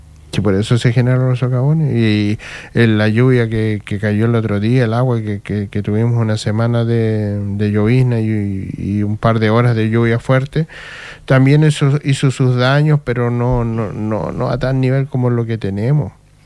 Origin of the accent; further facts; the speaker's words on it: Chile; yo soy chileno